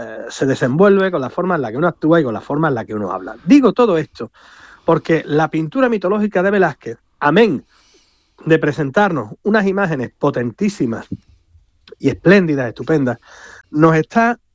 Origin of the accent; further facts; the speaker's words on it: Cádiz, Andalusia, Spain; yo que soy gaditano.